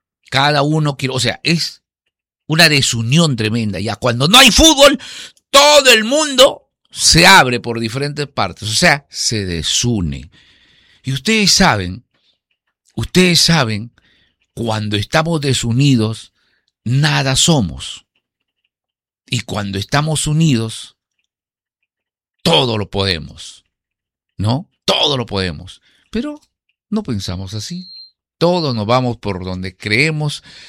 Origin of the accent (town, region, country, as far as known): Peru